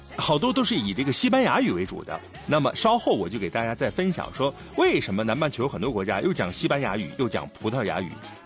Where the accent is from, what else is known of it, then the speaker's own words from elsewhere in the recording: Dalian, Liaoning, China; 就光咱们大连话，咱大连语音，你说咱说庄河普兰店瓦房店咱和大连市内的口音不同，